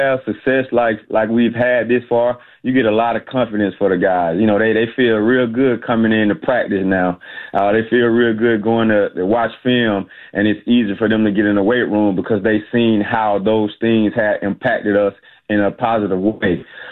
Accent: Atlanta, Georgia, United States; I grew up in the neighborhood. Mm-hmm. So I grew up in the Southwest Atlanta area. I actually grew up in walking distance from Mays, but we were on the other side of railroad track, so we had to go to another high school.

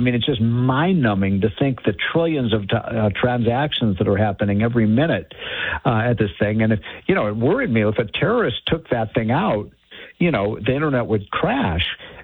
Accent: Chicago, Illinois, United States; As you know, I'm from Chicago. One of the great cities of all time.

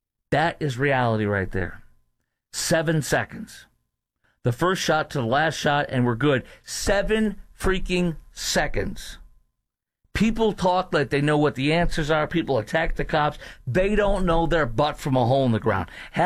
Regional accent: Chicago, Illinois, United States; Chicago, my hometown

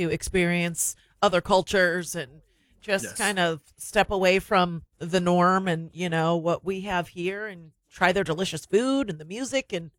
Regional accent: North Macedonia; moved away; my home country of Macedonia.

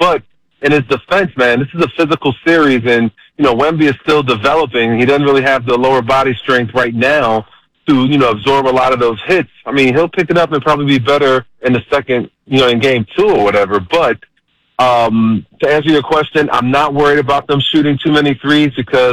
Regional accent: Philadelphia, Pennsylvania, United States; moved away; I'm from Philadelphia, and we all root like the Big Five.

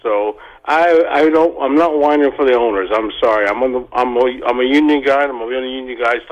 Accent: Mackey, Indiana, United States; now in Evansville, United States; I'm originally from Mackey. I live in Evansville.

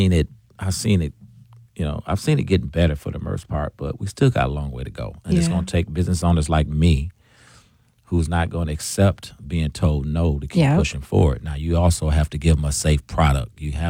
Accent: Milwaukee, Wisconsin, United States; And what growing up in Milwaukee has taught me is we have a long way to go

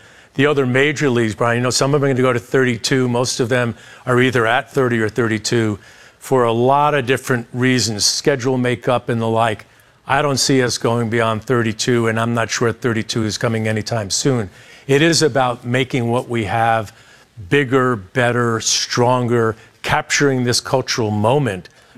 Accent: New York City, New York, United States; I grew up on Long Island in the shadow of Citi Field, what was, you know, Shea Stadium back in the day.

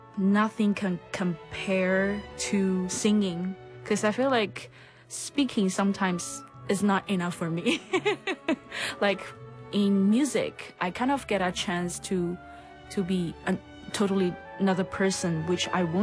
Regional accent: China; English is a second language; I'm from China.

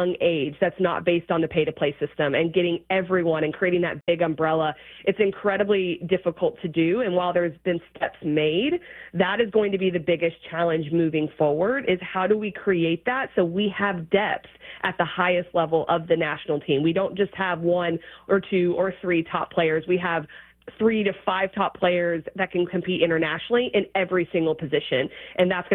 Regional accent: Dallas, Texas, United States; also born or lived in Colorado; I actually, by the time I started playing soccer, grew up in Dallas. I was born in Colorado, and I was lucky in Dallas because there was so many good local high-level teams

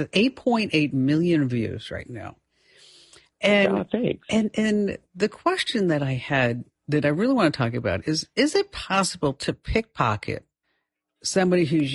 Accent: New Jersey, United States; accent: New Jersey; That no, that was my New Jersey accent that just came out.

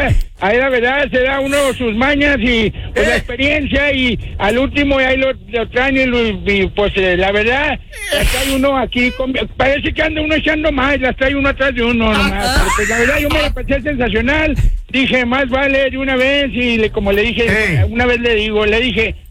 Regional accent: Navojoa, Sonora, Mexico; Del mero Navojoa, de la colonia Francisco Villa.

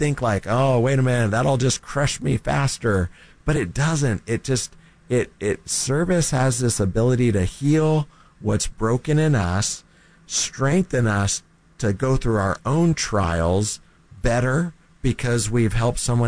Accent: Texas, United States; moved away as an adult; now in San Antonio, United States; I grew up in North Texas and worked for the North Texas Food Bank in the Dallas-Fort Worth area for many years.

